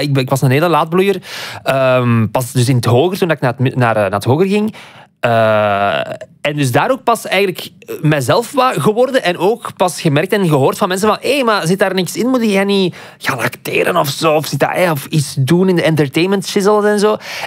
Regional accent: Aalst, Flanders, Belgium; accent: Aalst; En ik heb dezelfde tongval als Aaron. We zijn alle 2 van het Aalsterse, van die kanten.

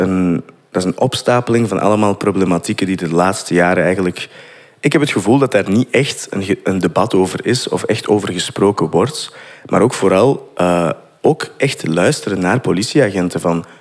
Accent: Turnhout, Antwerp, Belgium; Ja, ik ben van Turnhout, van Twee het Raad 00.

